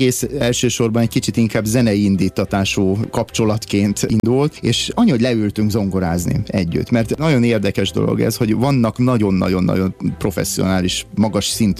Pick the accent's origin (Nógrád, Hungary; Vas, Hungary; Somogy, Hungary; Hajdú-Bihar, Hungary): Nógrád, Hungary; Balassagyarmat; volt a balassagyarmati udvarunkban, onnan származom